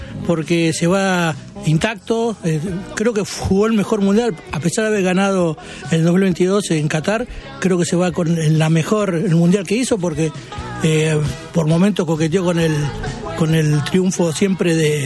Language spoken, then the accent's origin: Spanish; Argentina; Y como todos argentinos, ¿no?